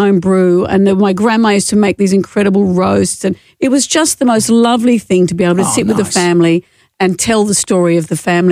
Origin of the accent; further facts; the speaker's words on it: Sydney, New South Wales, Australia; also born or lived in Brisbane / Perth; I was born in Brisbane and we left there when I was about six or seven and we moved to Perth for a few years and then really settled in Sydney.